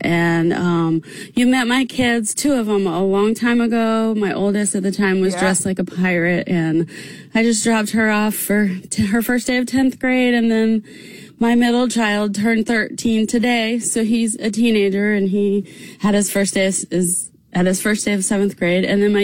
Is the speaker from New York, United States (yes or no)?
no; Georgia, United States; I'm from Georgia as well, so I love hearing about Georgia.